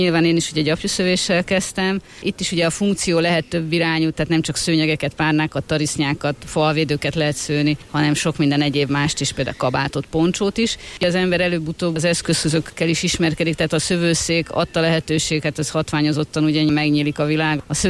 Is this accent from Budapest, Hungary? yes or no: no; Somogy, Hungary; én somogyi vagyok